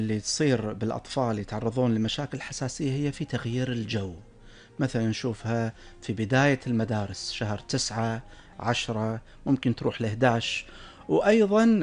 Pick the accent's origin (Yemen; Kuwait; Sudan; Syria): Kuwait; احنا عندنا في الكويت